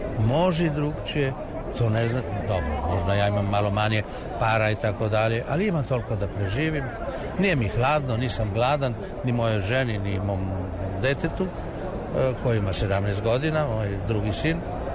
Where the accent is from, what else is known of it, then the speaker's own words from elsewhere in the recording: Slovenia; Ja sam pevao kao mali dok sam čuvao krave. To je recimo kod nas u Sloveniji bilo sa 4-5 godina.